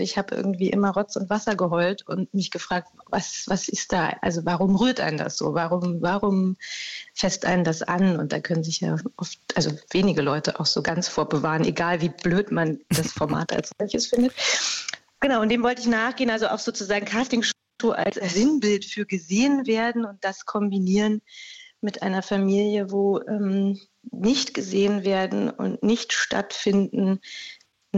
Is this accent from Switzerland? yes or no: no; Berlin, Germany; Ich bin Berlinerin